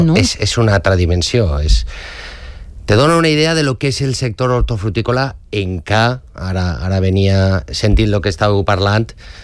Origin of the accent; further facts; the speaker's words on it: Valencian Community, Spain; com a valencià me dol